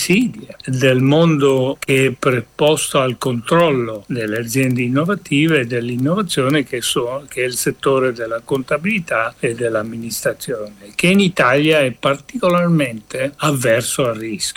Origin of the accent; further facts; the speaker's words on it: Mumbai, Maharashtra, India; moved away; also born or lived in Turin, Italy; Ho abitato a Torino per tanti anni, ma nasco e sono cresciuto in India, a Bombay.